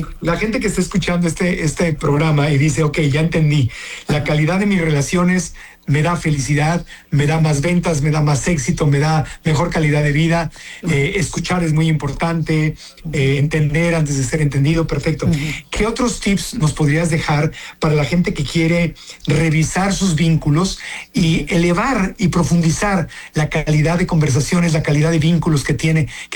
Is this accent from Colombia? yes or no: no; Acapulco, Guerrero, Mexico; Yo tengo casa en Acapulco. Mi abuelita es de Acapulco. Yo crecí en Acapulco.